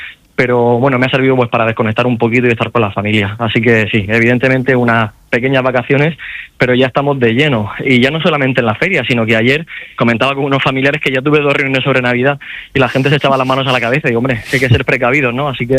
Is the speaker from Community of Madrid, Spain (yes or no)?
no; Region of Murcia, Spain; los murcianos, que creo que somos los españoles que mejor llevamos la vuelta al cole